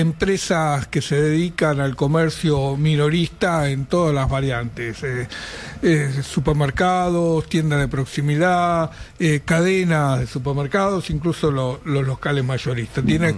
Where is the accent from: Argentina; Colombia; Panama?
Argentina; el mercado interno somos los argentinos.